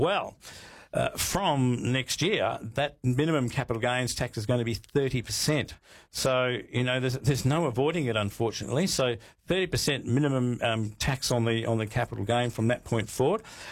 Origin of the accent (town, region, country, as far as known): Western Australia, Australia; born or raised there